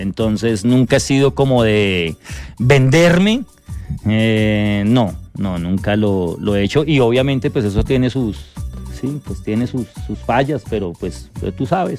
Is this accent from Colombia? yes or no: yes; Bogotá, Colombia; yo soy del rincón de Venecia